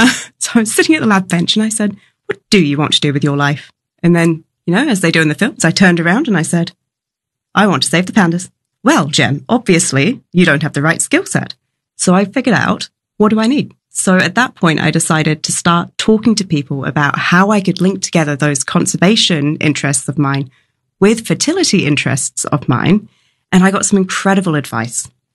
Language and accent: English; New Zealand; I grew up in New Zealand in Aotearoa, and we have so many beautiful species that are endangered